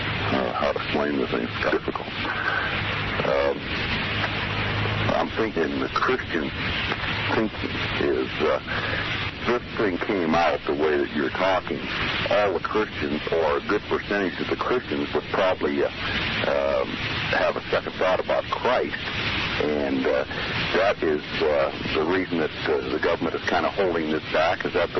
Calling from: Susanville, California, United States

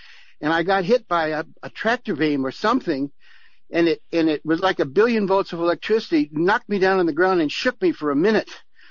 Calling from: Nelson, New Zealand; from Nelson, New Zealand.

